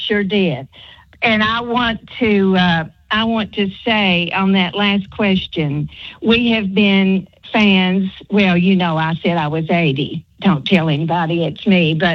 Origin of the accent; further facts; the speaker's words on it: Corbin, Kentucky, United States; accent: Corbin; I've been scared to call because of my Corbin accent.